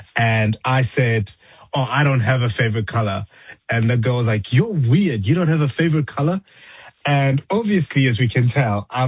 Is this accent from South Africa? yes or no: yes; South Africa; it's actually quite surprising, because when I was growing up in South Africa, I used to listen